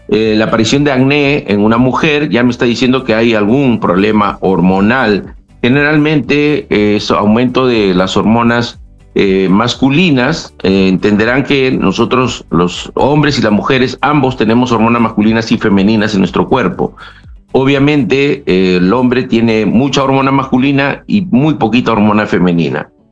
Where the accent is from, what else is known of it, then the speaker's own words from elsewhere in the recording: Trujillo, La Libertad, Peru; yo soy de Trujillo, con mi padre íbamos a Huanchaco, a Salaverry, al muelle, y yo aprendí a pescar del muelle